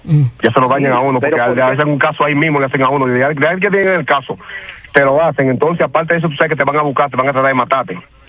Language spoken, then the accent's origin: Spanish; Baní, Peravia, Dominican Republic; Yo soy de Baní